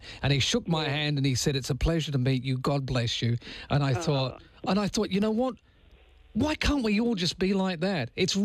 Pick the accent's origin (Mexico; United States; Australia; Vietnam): Australia; Perth, Western Australia; it's really funny because, you know, I grew up in Perth.